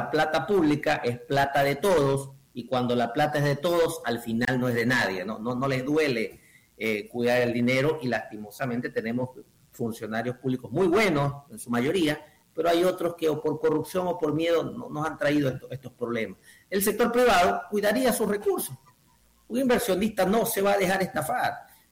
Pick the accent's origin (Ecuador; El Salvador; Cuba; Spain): Ecuador; O sea, somos ecuatorianos, pero sabemos las deficiencias que tiene el sector público.